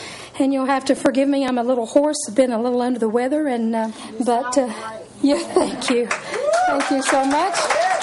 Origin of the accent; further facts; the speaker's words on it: Bristol, Virginia, United States; I'm originally from Bristol, grew up in the right there on the edge of the Tennessee line on the Virginia side.